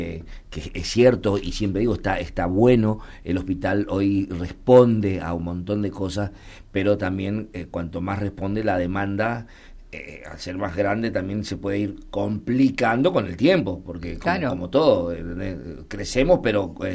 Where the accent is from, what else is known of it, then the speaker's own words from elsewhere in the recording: Argentina; porque como argentinos nos gusta hablar de todo y hablamos de todo, sabemos de todo también.